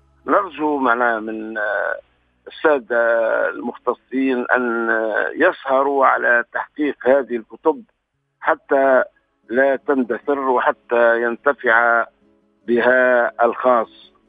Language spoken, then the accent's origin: Arabic; Tunisia; بلادنا تونس